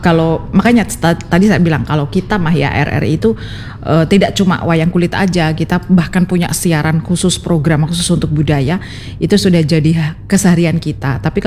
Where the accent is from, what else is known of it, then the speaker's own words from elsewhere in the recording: Java, Indonesia; kita sendiri sebagai orang Jawa